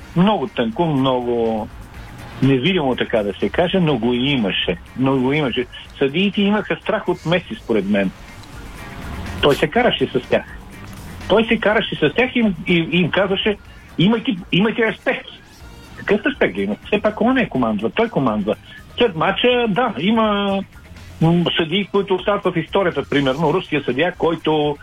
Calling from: Sofia, Sofia City, Bulgaria; от София съм.

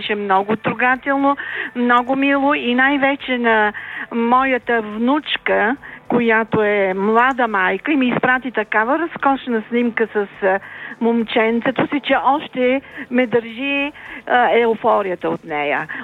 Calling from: Sofia, Sofia City, Bulgaria; от София.

